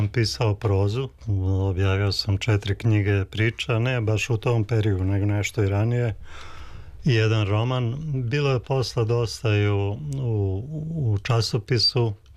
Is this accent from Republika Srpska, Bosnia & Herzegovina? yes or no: yes; Prijedor, Republika Srpska, Bosnia & Herzegovina; Ja sam iz Prijedora, imaju dve reke i ta jedna reka manja Gomjenica